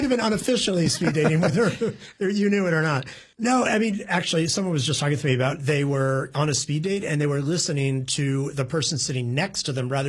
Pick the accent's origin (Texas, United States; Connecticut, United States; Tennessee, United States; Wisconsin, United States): Connecticut, United States; New Haven; And I was like, yeah, I'm kind of from New Haven, but, you know, you kind of hid that a little bit because...